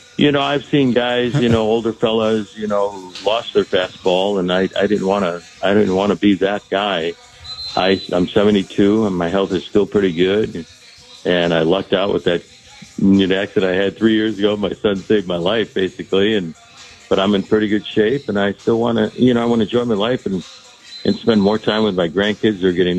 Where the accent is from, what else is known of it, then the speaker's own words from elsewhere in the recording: Chicago, Illinois, United States; me growing up in Chicago and my favorite player, Louis Aparicio, and all that.